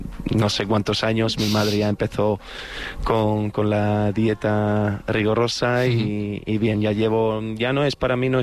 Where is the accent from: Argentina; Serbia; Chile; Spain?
Serbia; born there; Spanish is a second language; also born or lived in Netherlands; el serbio como nací en Serbia, el alemán que lo aprendí en el colegio en Holanda